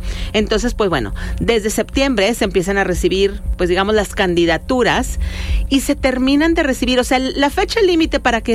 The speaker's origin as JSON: {"language": "Spanish", "country": "Mexico"}